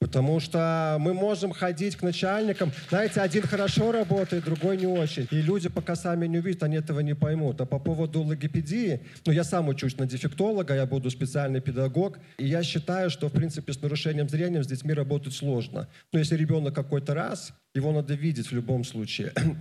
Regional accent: Vitebsk, Vitebsk Region, Belarus; я из Витебска.

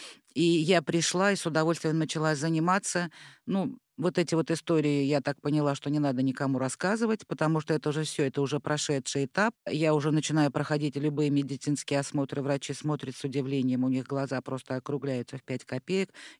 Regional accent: Bashkortostan, Russia; moved away as an adult; now in Moscow, Russia; Когда я переезжала в Москву, я сама из Башкирии

